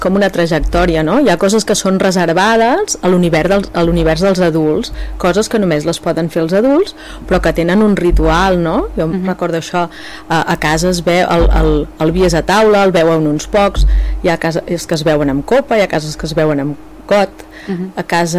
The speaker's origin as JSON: {"language": "Catalan", "town": "Palà de Torroella", "region": "Catalonia", "country": "Spain", "tie": "born there", "said": "Jo havia fet la verema de nena aquí a Palà de Torroella en unes vinyes que manaven els meus avis"}